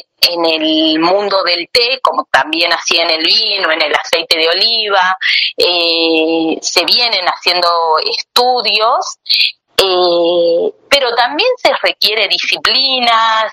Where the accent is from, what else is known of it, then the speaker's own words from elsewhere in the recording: Tucumán, Argentina; Yo soy tucumana